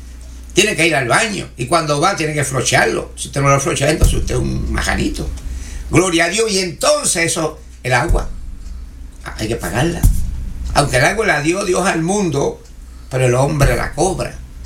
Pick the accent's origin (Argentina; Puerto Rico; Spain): Puerto Rico; moved away; puertorriqueños somos